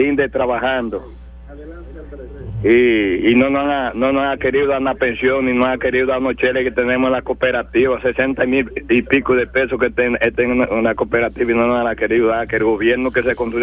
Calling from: Carrera de Yeguas, San Juan, Dominican Republic; de Carrera de Yegua.

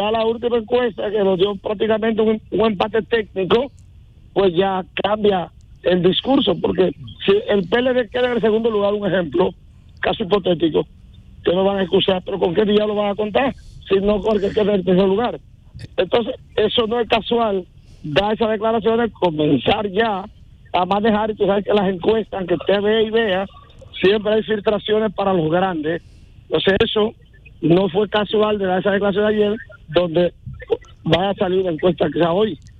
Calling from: Duvergé, Independencia, Dominican Republic; algunos motoristas de mi pueblo, Duvergé

